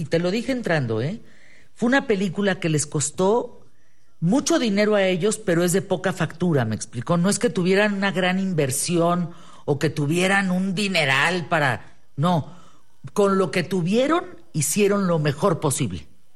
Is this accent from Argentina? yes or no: no; Mexico; como mexicanos tenemos que ver